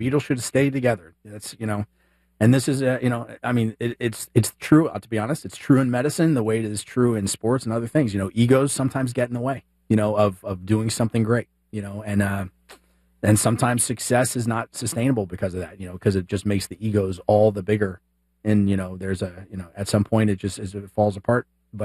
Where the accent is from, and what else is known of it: Dallas, Texas, United States; born or raised there